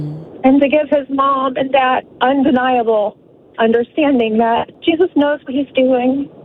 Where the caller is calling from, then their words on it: Florida, United States; So I'm calling from Southwest Florida